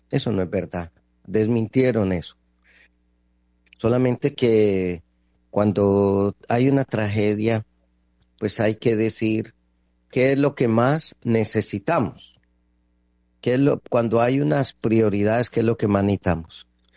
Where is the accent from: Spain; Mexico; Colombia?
Colombia